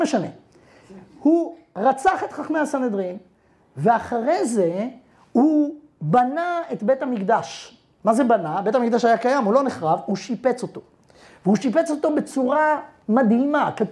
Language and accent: Hebrew; Jerusalem, Jerusalem District, Israel; גם אני ירושלמי. נולדתי וגדלתי בירושלים.